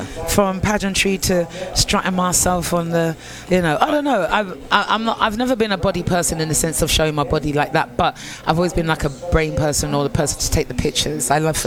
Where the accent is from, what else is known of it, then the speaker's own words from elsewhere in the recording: England, United Kingdom; moved away; I grew up in England. I grew up in England, love.